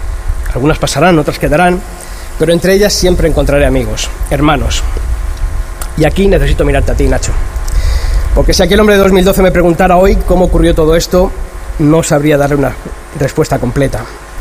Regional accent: Madrid, Community of Madrid, Spain; born there; Yo nací en Madrid. Mis raíces familiares se hunden en Castilla, el lugar de la tierra y de los cielos más absolutos, más concretamente en tierras de Ávila. Y hoy estoy aquí, en Huelva

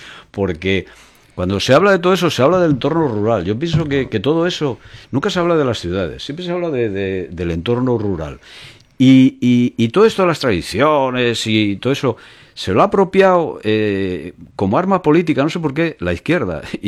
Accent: Asturias, Spain; yo soy asturiano, yo me crié en la aldea Y yo, por ejemplo, este Bable que se habla, a mí no me representa para nada.

